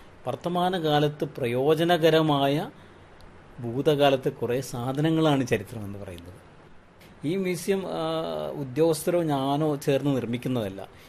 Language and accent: Malayalam; Kozhikode, Kerala, India; moved away; കോഴിക്കോട് ജനിച്ചു വളർന്ന ഒരാളാണെങ്കിലും